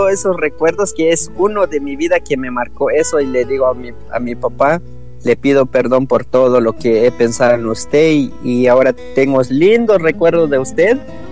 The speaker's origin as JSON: {"language": "Spanish", "country": "Guatemala", "lives_now": "United States", "said": "le digo que soy de Guatemala, mis padres están en Guatemala, yo estoy aquí en Estados Unidos"}